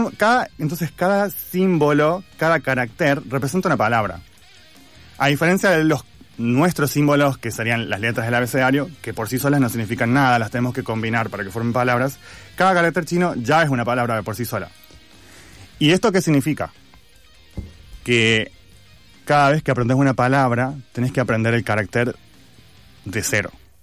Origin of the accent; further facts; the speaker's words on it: La Rioja, Argentina; moved away; also born or lived in Beijing; Soy riojano, otro dato.